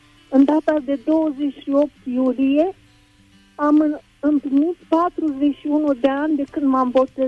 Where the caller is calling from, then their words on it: Piatra Neamț, Neamț County, Romania; din Piatra Neamț, însă am avut un eveniment special. În data de 28 iulie am împlinit 41